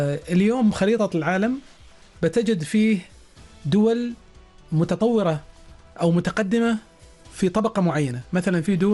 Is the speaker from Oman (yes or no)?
yes; Oman; عندنا في عمان